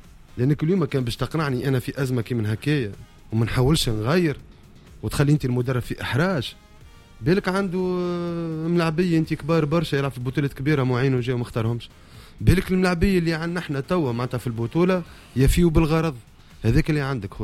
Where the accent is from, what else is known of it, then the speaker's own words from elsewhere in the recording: Tunisia; نحكي كتونسي